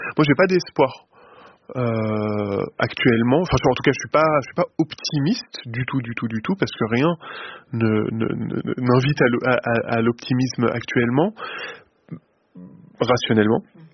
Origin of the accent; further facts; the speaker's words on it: France; sachant que je suis français, encore une fois, en tant que français, nous avons un accès obscène à la mobilité